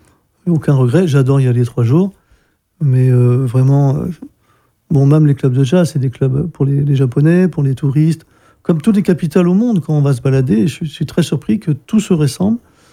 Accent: Pleuc, Brittany, France; also born or lived in Paris; now in Brittany, France; Moi, je suis originaire de Pleuc, près de Saint-Brieuc.

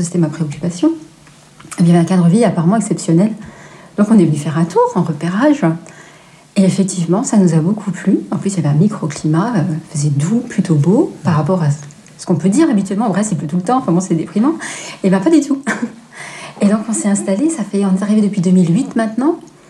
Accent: Brest, Brittany, France; also born or lived in Paris region; Donc en fait, j'étais originaire de Brest. Donc ça, c'était toujours dans mes racines. Et quand on a voulu repartir de la région parisienne, on voulait revenir en Bretagne

